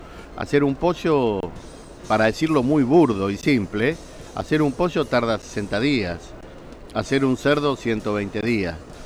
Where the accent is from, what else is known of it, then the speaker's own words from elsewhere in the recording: Argentina; nosotros como argentinos